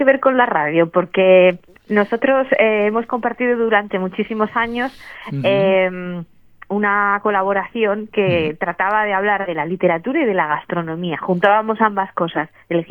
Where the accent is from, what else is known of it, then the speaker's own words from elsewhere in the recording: Basque Country, Spain; now in Gijón, Spain; en mi zona, porque yo soy del País Vasco, ese es mi origen